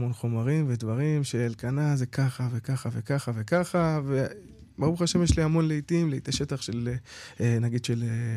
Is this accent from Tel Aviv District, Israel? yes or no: yes; Or Yehuda, Tel Aviv District, Israel; now in Kiryat Ono, Israel; אני במקור מאור יהודה, והיום גר בקריית אונו.